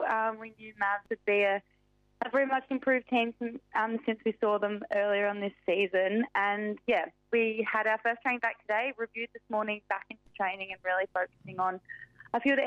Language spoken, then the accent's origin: English; Victoria, Australia; moved away; back in Victoria, my home state, so I had lots of friends and family there